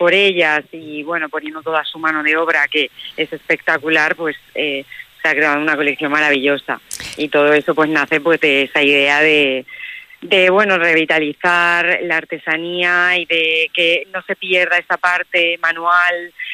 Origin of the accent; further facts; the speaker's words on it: Extremadura, Spain; lo que quise esta vez es hacerlo en Extremadura, donde es mi tierra, aunque no soy de Arroyo de la Luz